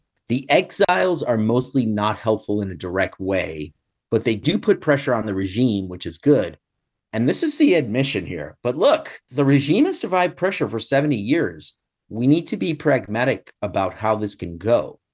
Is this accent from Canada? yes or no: no; Caguas, Puerto Rico; He's actually from my hometown in Caguas, my grandfather's hometown. And every Puerto Rican, like, they're, I'm a huge Red Sox fan.